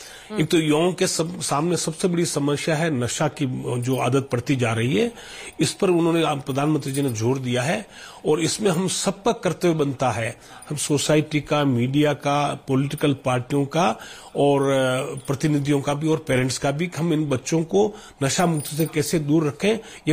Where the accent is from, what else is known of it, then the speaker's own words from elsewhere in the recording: Udaipur, Rajasthan, India; now in Bengaluru, India; मैं कर्नाटक से हूँ और उदयपुर का हूँ, मूल उदयपुर का हूँ, वैसे कर्नाटक से हूँ।